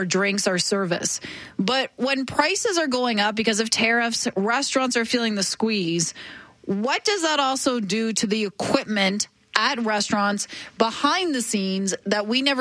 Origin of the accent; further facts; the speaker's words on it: Ontario, Canada; accent: Ontario; versus my Ontario accent when I say, oh, I'm going to have tomatoes.